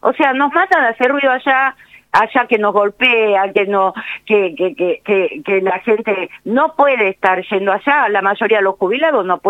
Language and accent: Spanish; Argentina